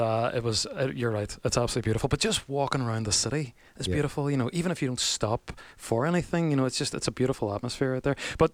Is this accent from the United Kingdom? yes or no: yes; Derry, Northern Ireland, United Kingdom; I come from the northwest. I come from Derry, which borders Donegal.